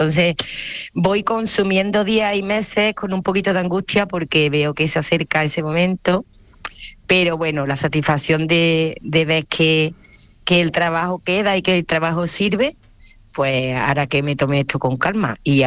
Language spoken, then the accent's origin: Spanish; Córdoba, Andalusia, Spain; Mi apellido es del País Vasco, mi familia no lo es, todos somos andaluces y cordobeses